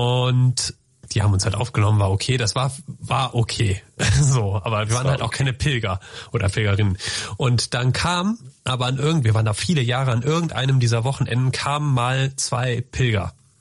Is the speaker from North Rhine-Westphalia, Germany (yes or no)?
yes; Wuppertal, North Rhine-Westphalia, Germany; dass unser Pfarrer in meiner Heimatgemeinde in Wuppertal